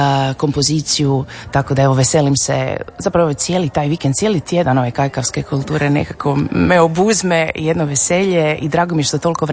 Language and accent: Croatian; Primorje, Croatia; način na koji su ljudi mene Primorku isto prihvatili